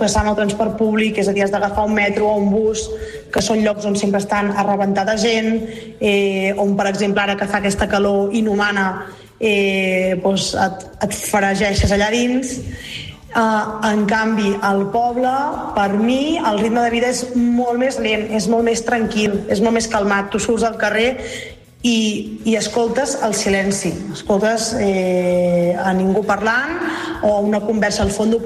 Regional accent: Prats de Lluçanès, Catalonia, Spain; moved away as an adult; now in Barcelona, Spain; jo sóc de Prats de Lluçanès, jo he viscut tota la meva vida allà, però des de fa uns anys estic vivint a Barcelona.

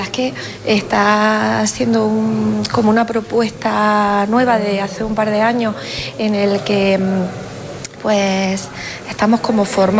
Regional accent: Andalusia, Spain; soy de la Sierra de Segura

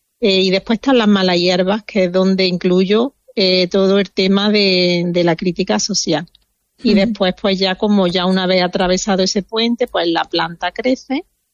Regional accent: Andalusia, Spain; moved away; más de donde yo vivo en este momento, que también hay naturaleza.

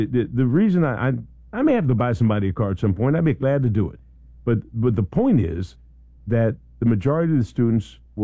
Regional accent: Philadelphia, Pennsylvania, United States; moved away; I'm from Philly.

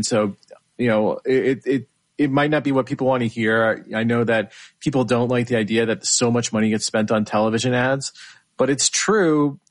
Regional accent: Connecticut, United States; my home state of Connecticut

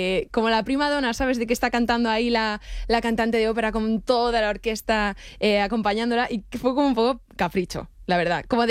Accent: Madrid, Community of Madrid, Spain; Pero yo sí, soy madrileña.

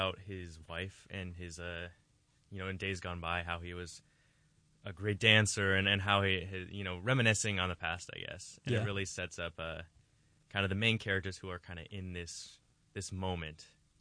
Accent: Colorado Springs, Colorado, United States; Like, I'm from Colorado Springs, Colorado.

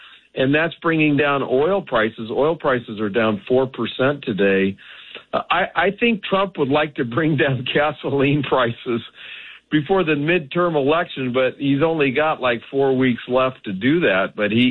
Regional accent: San Diego, California, United States; San Diego, California, my hometown

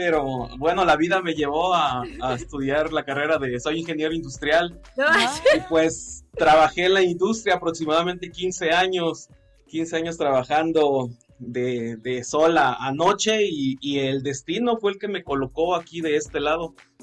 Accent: Chiapas, Mexico; toco la guitarra y soy del estado de Chiapas.

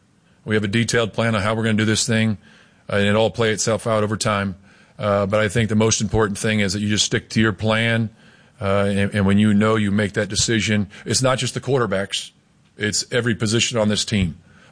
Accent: Novato, California, United States; I grew up in the Bay Area. I grew up in Novato.

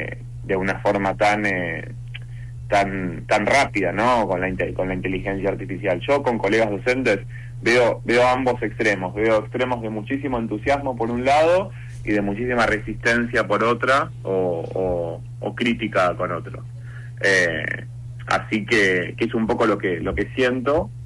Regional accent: Argentina; Exportamos talento, somos el país de América Latina con mayores unicornios per cápita

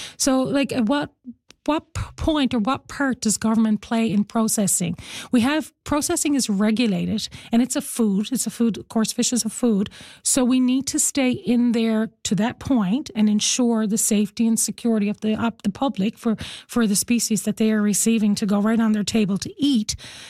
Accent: Placentia, Newfoundland and Labrador, Canada; Southern Harbor is quite close to me in the fact that I grew up in Placentia

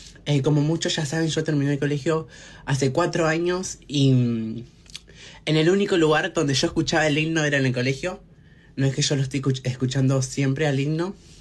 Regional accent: Argentina; soy argentina, obviamente.

